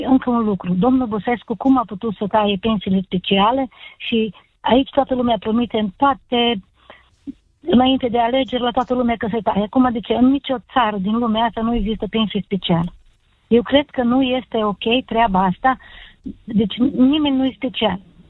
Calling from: Maramureș County, Romania; Sunt din Maramureș.

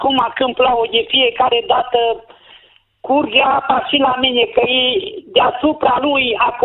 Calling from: Baia Mare, Maramureș County, Romania; și vă sunt din Baia Mare.

